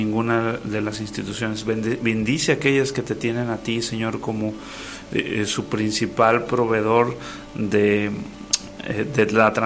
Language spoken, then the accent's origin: Spanish; Mexico; este día también que celebramos como mexicanos, Señor, el Día de la Independencia.